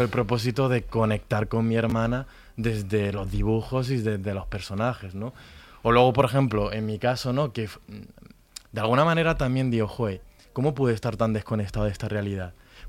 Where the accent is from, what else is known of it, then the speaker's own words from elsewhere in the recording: Andalusia, Spain; yo que soy de Andalucía y que pertenecía a la Asociación 22Q de Andalucía